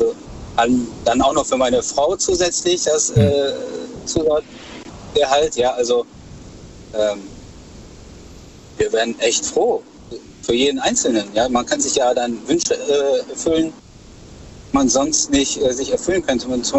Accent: Düsseldorf, North Rhine-Westphalia, Germany; Nee, ich komme aus Düsseldorf.

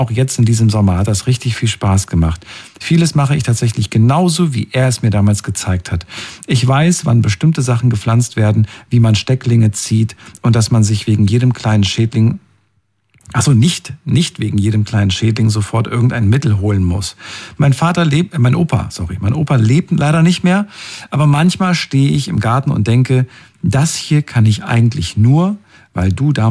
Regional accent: North Rhine-Westphalia, Germany; Ich komme aber auch aus NRW.

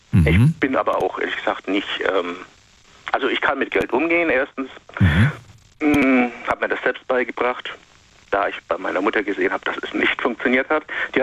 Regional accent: Baden-Württemberg, Germany; Baden-Württemberg.

